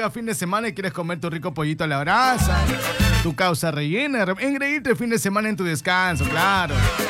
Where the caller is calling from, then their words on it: Villa El Salvador, Lima, Peru; de Villa El Salvador, Smith, buenos días.